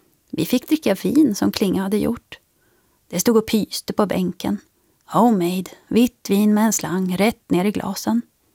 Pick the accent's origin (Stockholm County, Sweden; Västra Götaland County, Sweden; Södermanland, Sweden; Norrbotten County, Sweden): Södermanland, Sweden; Katrineholm; born there; Jag är född i Katrineholm som är en liten fabriks- och industristad. På många sätt en typisk svensk mellanstor stad.